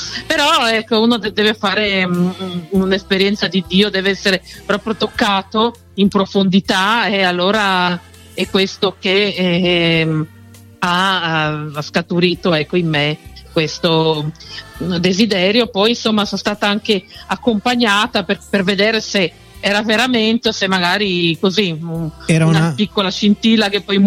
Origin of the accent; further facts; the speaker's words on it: Pordenone, Friuli-Venezia Giulia, Italy; Mia mamma andava a chiedere anche una volta anche all'oculista lì a Pordenone, perché sono originario di Pordenone, no?